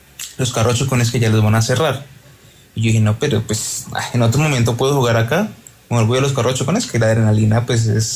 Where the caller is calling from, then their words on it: Bogotá, Colombia; En este momento me encuentro en Bogotá